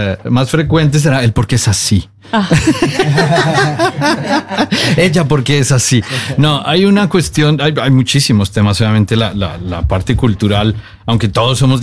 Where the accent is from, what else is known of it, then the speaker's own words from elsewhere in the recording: Bogotá, Colombia; moved away as an adult; also born or lived in Australia; now in Norway; yo soy colombiano, soy de Bogotá.